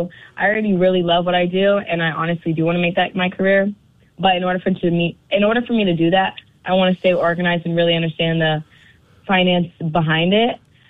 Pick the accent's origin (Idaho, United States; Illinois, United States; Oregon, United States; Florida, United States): Illinois, United States; now in Arizona, United States; I moved from Illinois to Arizona, so that right there is a big culture shock in itself.